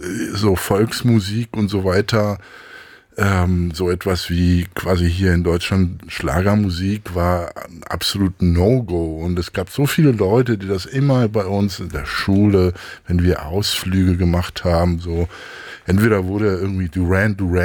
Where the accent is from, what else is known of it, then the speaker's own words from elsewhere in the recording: Cyprus; first language Cypriot Greek; German is a second language; Ja, ich bin ja auf Zypern geboren, entsprechend und aufgewachsen. So entsprechend bin ich quasi mit Griechisch aufgewachsen. Besser gesagt Zypriotisch.